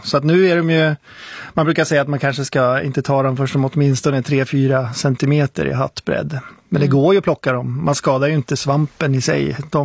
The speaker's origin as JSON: {"language": "Swedish", "country": "Sweden", "said": "Jag är svensk, det är hemligt."}